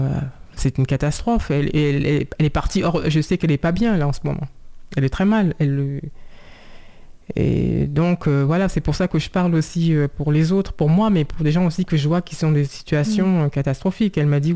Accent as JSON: {"language": "French", "town": "Saint-Cloud", "region": "Île-de-France", "country": "France", "tie": "born there", "said": "en tant que citoyenne française, parce que je suis née en France, à Saint-Cloud, dans les Hauts-de-Seine."}